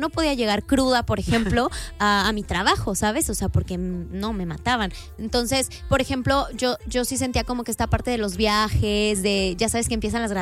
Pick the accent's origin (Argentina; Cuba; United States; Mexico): Mexico; Guadalajara, Jalisco; yo soy de Guadalajara.